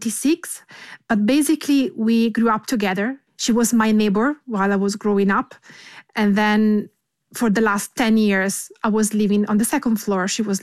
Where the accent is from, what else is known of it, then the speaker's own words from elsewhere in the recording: Colle di Val d'Elsa, Tuscany, Italy; I grew up in the same very house where now I live. And this is the house where my father was born and my grandmother was born. This is in Colle Valdelsa, which is about 1 hour from Florence and half an hour from Siena.